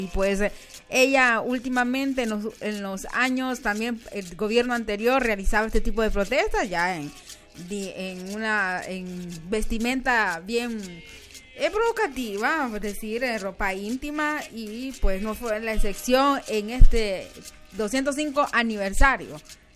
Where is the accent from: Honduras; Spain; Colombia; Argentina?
Honduras